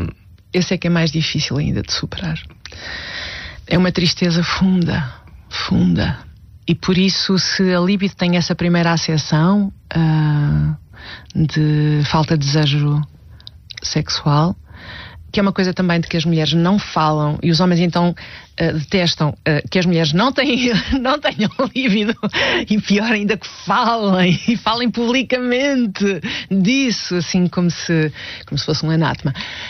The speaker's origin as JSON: {"language": "Portuguese", "region": "Norte", "country": "Portugal", "tie": "born or raised there", "also_born_or_lived": "Porto", "said": "Eu cresci no Norte, depois vivi no Porto"}